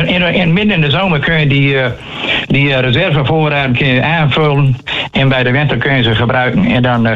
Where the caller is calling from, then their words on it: Groningen, Netherlands; we moeten als Groningers een klein beetje onze eigen ego overheen stappen.